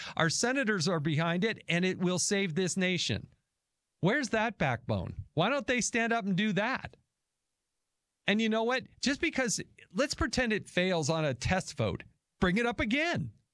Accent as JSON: {"language": "English", "region": "Utah", "country": "United States", "tie": "born or raised there", "said": "a lot of places, my home state of Utah included, Utah does all vote by mail."}